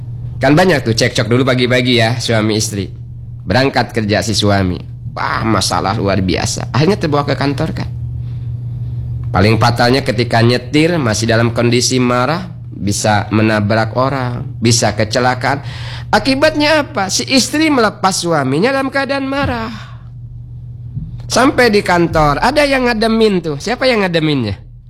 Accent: Bangka Belitung Islands, Indonesia; Tak retak kata kita orang Bangka.

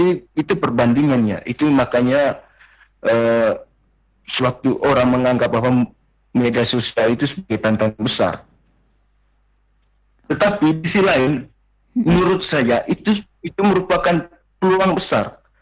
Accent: East Nusa Tenggara, Indonesia

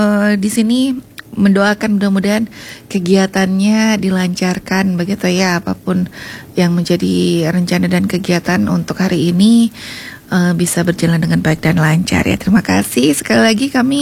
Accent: Buleleng, Bali, Indonesia; kita sebagai warga Buleleng ya, khususnya di Singaraja

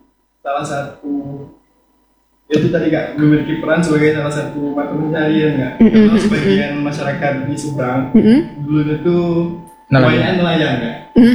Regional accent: Danau Teluk, Jambi, Indonesia; kami ingin memperkenalkan kampung halaman kami itu di Danau Teluk itu.

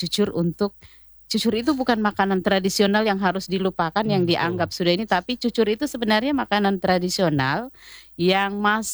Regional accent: Southeast Sulawesi, Indonesia; Dan cucur itu sebenarnya bagian dari identitas kita sebagai orang Muna, ya, entah orang Buton, betul, yang kemudian memang di dalam haruanya itu harus ada cucur, betul, kan?

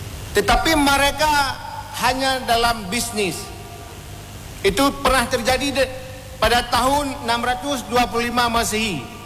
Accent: Aceh, Indonesia

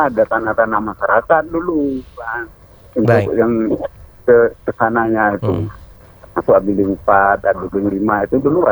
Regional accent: Medan, North Sumatra, Indonesia; Nah, saya memang dari Medan dulu, memang khusus ke sini, memang saya yang anggota dulu itu PT Telagasari.

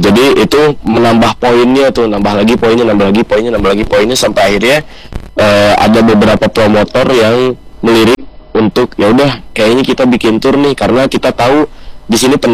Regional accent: Indonesia; kita berasal dari Indonesia.

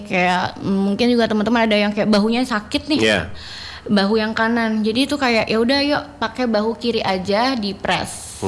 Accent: Tanjung, North Kalimantan, Indonesia; karena aku kan dari Tanjung nih, biasa main ke Tarakan, jadi biasa pernah ikut kelas di Tarakan sebelum aku jadi teacher.

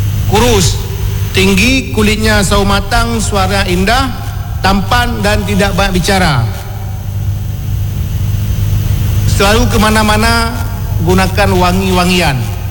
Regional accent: Samalanga, Aceh, Indonesia; Karena 174 km kampung saya di Batili, Samalanga.

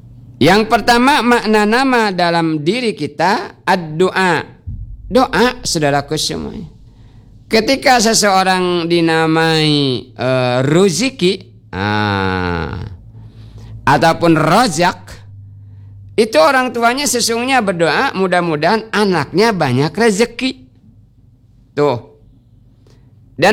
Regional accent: Bangka Belitung Islands, Indonesia; kita orang Bangka

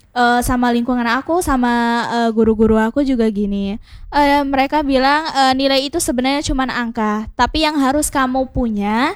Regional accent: Kaur, Bengkulu, Indonesia; moved away as an adult; now in Bengkulu, Indonesia; Orang Kaur Mbak.

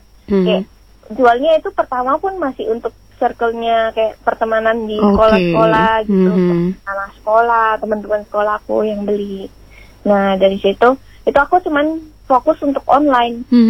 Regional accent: Medan, North Sumatra, Indonesia; now in Kupang, Indonesia

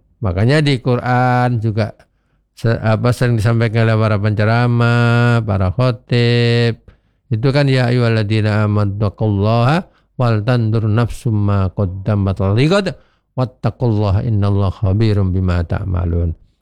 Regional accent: Java, Indonesia; born there; moved away; also born or lived in East Timor; saya ini kan lahir di Jawa, Mbak Listia ya, kemudian remaja di timur-timur. Nah, sekarang tua di sini ya. Nah, karena sudah 60 berarti saya bilang tua, sudah tua ya.

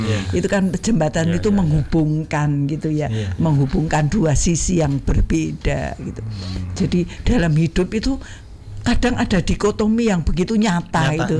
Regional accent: Madiun, East Java, Indonesia; Saya orang Madiun

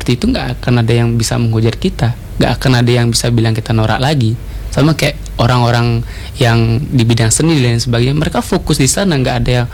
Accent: Bali, Indonesia; aku orang Bali loh, aku orang Hindu

